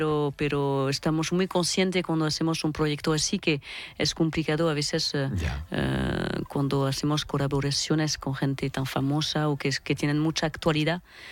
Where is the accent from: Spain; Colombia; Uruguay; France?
France; Nouvelle-Aquitaine; yo hablo porque soy cantante de Iparralde